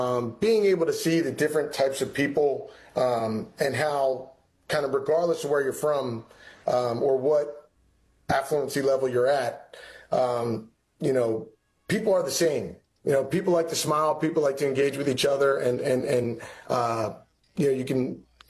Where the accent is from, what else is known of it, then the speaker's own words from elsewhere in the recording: Philadelphia, Pennsylvania, United States; Yeah, from Philadelphia, Pennsylvania, Northeast Philly to be specific. I'm the oldest of three boys.